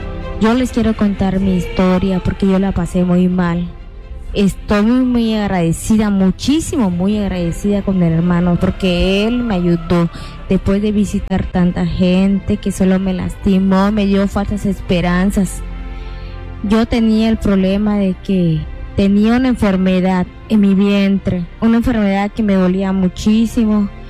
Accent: Chetumal, Quintana Roo, Mexico; Yo soy de Chetumal y trabajo en el mercado.

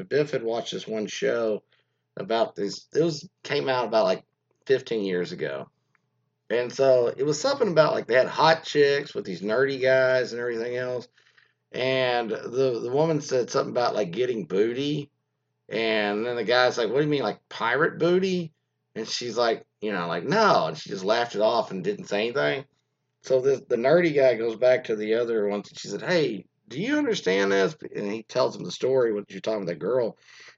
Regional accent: Spain; from España, like in Spain.

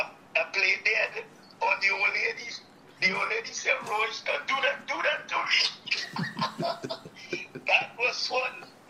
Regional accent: Queenstown, Pomeroon-Supenaam, Guyana; My childhood days in Queenstown, Essequibo was wonderful.

